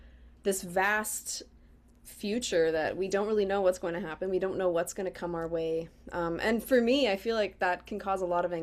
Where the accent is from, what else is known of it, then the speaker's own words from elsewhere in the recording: Edmonton, Alberta, Canada; also born or lived in Fort McMurray; I am a Métis alternative folk singer-songwriter based in Edmonton, but I was born in Fort McMurray, Alberta, and moved just outside of Edmonton to an acreage when I was little.